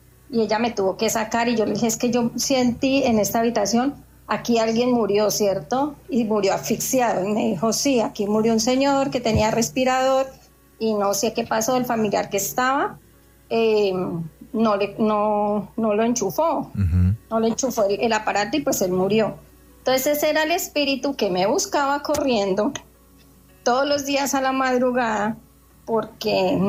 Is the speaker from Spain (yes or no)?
no; Villavicencio, Meta, Colombia; porque pues yo soy de aquí de Villavicencio